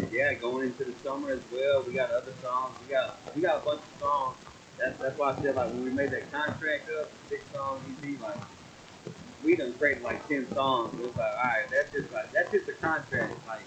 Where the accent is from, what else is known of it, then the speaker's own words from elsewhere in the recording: Kilgore, Texas, United States; So I live in Kilgore. I'm from Kilgore.